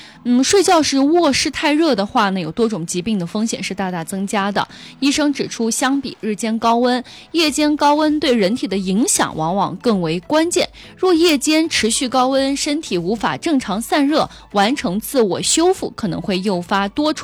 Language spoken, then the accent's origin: Chinese; Yunnan, China; 因为像我们南方人可能不太像我们云南人不太习惯睡凉席